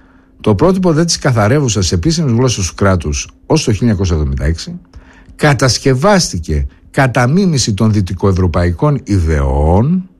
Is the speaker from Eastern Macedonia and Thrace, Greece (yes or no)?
no; Thessaloniki, Central Macedonia, Greece; accent: Attic dialect; Έτσι και να είμαι Θεσσαλονικιός που είχα Αττική διάλεκτο και μου λέγανε, πού είσαι από Θεσσαλονίκη? Αποκλείεται να είσαι Θεσσαλονίκη, δεν έχεις το λό, δεν το χαλαρώ.